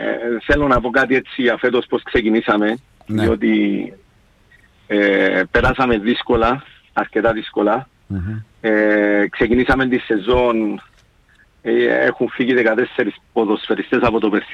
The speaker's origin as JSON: {"language": "Greek", "town": "Limassol", "region": "Limassol District", "country": "Cyprus", "said": "είμαι από τη Λεμεσόν"}